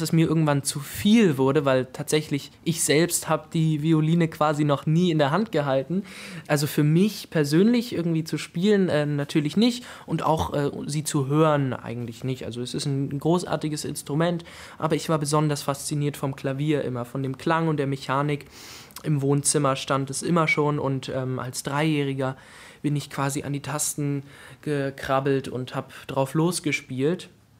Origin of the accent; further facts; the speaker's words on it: Weimar, Thuringia, Germany; born or raised there